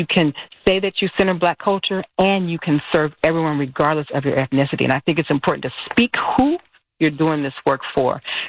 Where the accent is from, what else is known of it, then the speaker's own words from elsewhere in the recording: Oakland, California, United States; I'm born and raised in East Oakland, Deep East. Go Castlemont. 82nd, 84th. You know, I'm from East Oakland